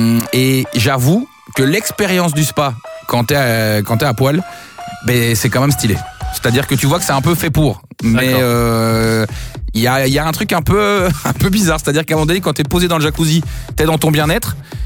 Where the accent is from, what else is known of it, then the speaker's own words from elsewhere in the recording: Belgium; chez nous en Belgique